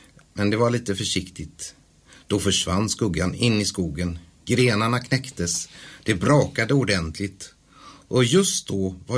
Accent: Daxås, Halland County, Sweden; also born or lived in Hisingen; Som ni hör så kom jag inte från Falköping. Jag föddes på Hisingen men växte upp i Daxås i Varbergs kommun.

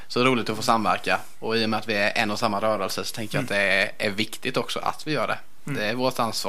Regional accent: Stockaryd, Jönköping County, Sweden; Jag kommer från Stockaryd och tillhör Stockaryds frikyrkoförsamling. Jag bor nu i Sävsjö, så jag har inte rört mig så långt, men en kvart i alla fall.

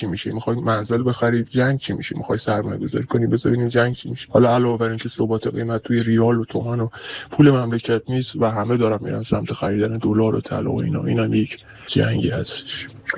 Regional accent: Iran; من که یک جوان ایرانی هستم و تقریبا 30 سالم هستش

